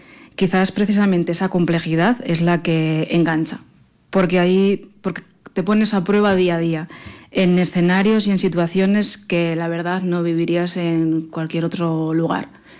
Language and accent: Spanish; Motilla del Palancar, Castilla-La Mancha, Spain; A mí cuando me preguntan de dónde eres, lo digo con mucha alegría, soy de Motilla, Motilla del Palancar.